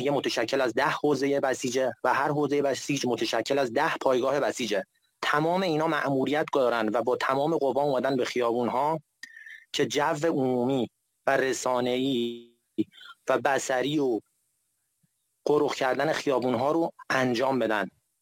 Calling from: Iran; ما ایرانی هستیم، ما هزاران سال تمدن داریم.

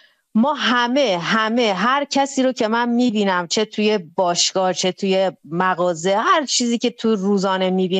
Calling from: Iran; من خودم هم به عنوان یک ایرانی

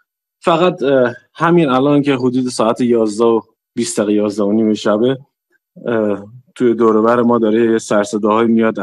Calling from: Mashhad, Razavi Khorasan, Iran

